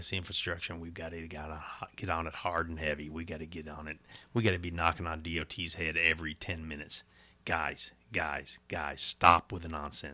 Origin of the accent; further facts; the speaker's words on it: Birmingham, Alabama, United States; moved away; I was raised in Birmingham.